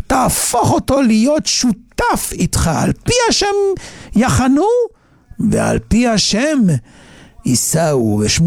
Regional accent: Northern District, Israel; moved away as an adult; בילדותי, עד גיל 22, גדלנו במושב, מושב בצפון הארץ, מושב דתי ליד אפולה, והיינו חקלאים ברמח איברנו ושסה גידנו.

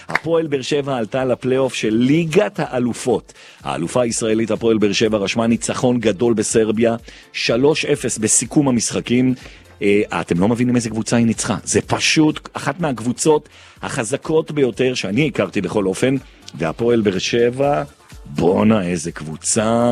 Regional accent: Jerusalem, Jerusalem District, Israel; אני ירושלמי

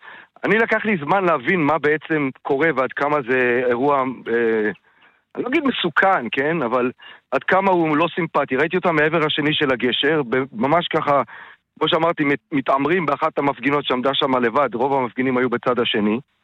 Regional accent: Kibbutz Dalia, Haifa District, Israel; אני מקיבוץ דליה.

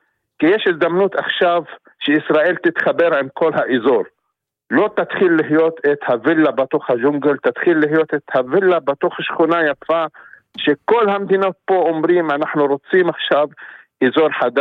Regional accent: Palestine; אני עכשיו פלסטיני, אבל מכיר טוב את הישראלים

